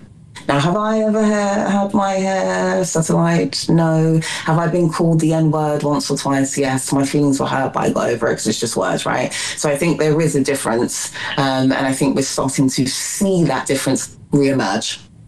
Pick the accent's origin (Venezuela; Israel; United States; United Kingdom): United Kingdom; I'm British, but that's nationally. Like, my nationality, my citizenship is British. In terms of my ethnicity, well, I'm half Jamaican, half Nigerian.